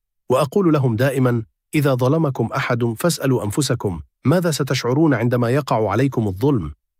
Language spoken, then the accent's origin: Arabic; Hadd Sahari, Djelfa Province, Algeria; born there; moved away as an adult; now in Ghardaia, Algeria; أعمل في ولاية غردايا، وهي منطقة تقع في شمال الصحراء الجزائرية، وتبعد عن مسقط رأسي في دائرة حد الصحاري بولاية الجلفة حوالي 400 كيلومتر.